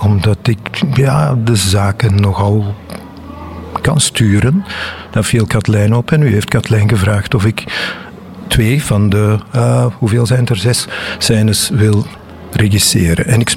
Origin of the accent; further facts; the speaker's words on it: Antwerp, Flanders, Belgium; Ik ben echt van Antwerpen, ja.